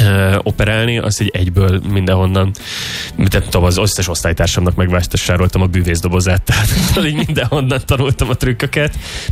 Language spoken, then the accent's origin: Hungarian; Kapuvár, Győr-Moson-Sopron, Hungary; tehát hogy így én egy 10 000 fős kisvárosban, Kapuváron nőttem fel, nem is ismertem olyan embert, aki esetleg megél abból, hogy akár zenél